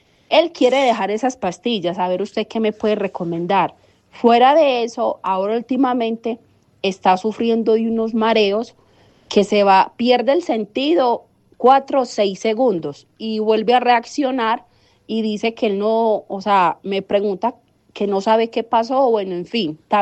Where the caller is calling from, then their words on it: Montebello, Antioquia, Colombia; le hablo de Montebello, Antioquia.